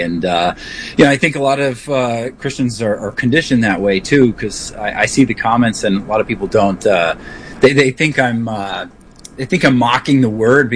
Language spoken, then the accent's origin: English; Tampa, Florida, United States; now in Philadelphia, United States; And I was raised in a Baptist church, and I'm from Tampa, Florida originally, moved up to Philadelphia for work.